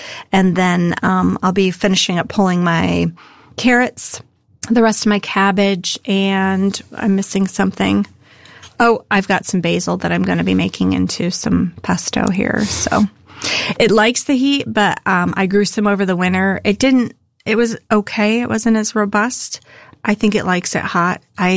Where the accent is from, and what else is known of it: Midwest, United States